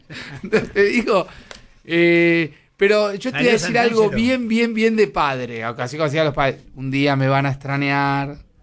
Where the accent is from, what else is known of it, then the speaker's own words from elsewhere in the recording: Buenos Aires, Argentina; Porque que nosotros somos el exterior, porque somos porteños.